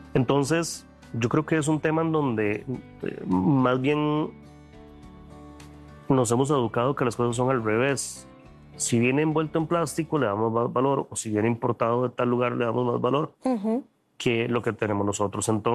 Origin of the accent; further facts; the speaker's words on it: Costa Rica; ni como cocinero ni como costarricense